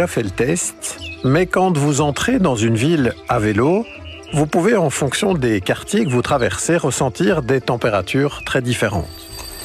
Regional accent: Belgium; même chez nous, en Belgique

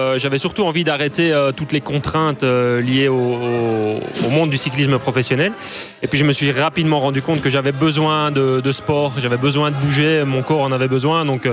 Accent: Nadrin, Wallonia, Belgium; moved away as an adult; also born or lived in Bastogne; now in Aywaille, Belgium; je suis né à Bastogne, j'ai grandi à Nadrin, un petit village à 20 km, et je suis à Éouail depuis une quinzaine d'années maintenant.

